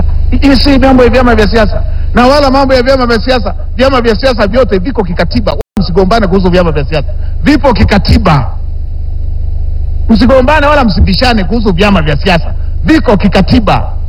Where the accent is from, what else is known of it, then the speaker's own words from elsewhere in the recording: Tanzania; sisi wenyewe wa Tanzania